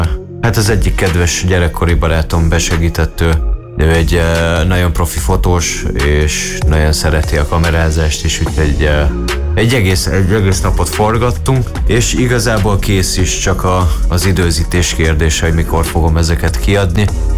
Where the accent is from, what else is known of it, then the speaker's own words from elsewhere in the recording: Transylvania, Romania; moved away; otthon Erdélyben, sikerült hazamenjek